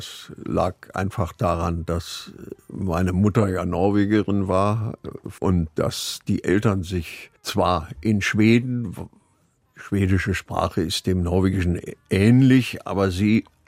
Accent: Berlin, Germany; Das war so eine Siedlung in Berlin-Schlachtensee, die Marinesiedlung. Und da bewohnten wir ein Reihenhaus.

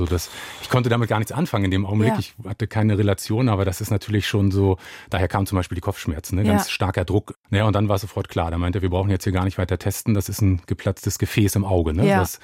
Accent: Mecklenburg-Vorpommern, Germany; born there; now in Brandenburg an der Havel, Germany; ich bin 44 Jahre alt, gebürtiger Mecklenburger, lebe in Brandenburg an der Havel

